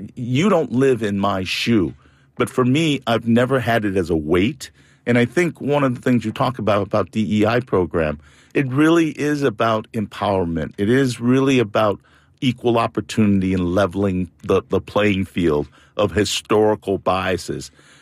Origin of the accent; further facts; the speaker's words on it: United States; as an Asian American